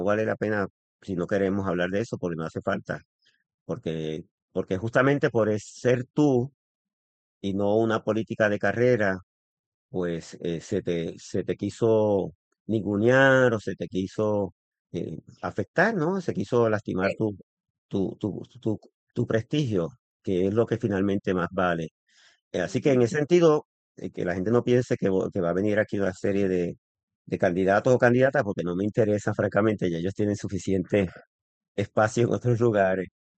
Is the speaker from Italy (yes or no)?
no; Bayamón, Puerto Rico; como yo me crié en Bayamón